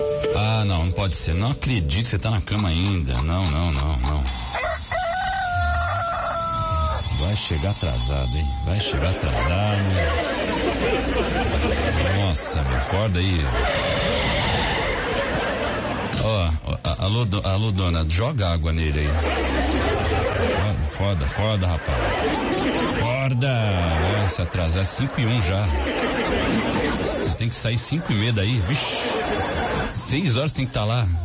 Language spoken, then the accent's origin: Portuguese; São Bernardo do Campo, São Paulo, Brazil; A Antonilza, que tá em São Bernardo, minha terra, legal.